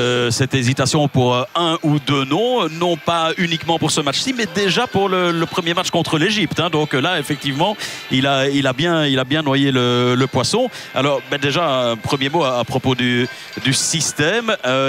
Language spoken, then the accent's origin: French; Belgium; si nous félicitons en tant que Belges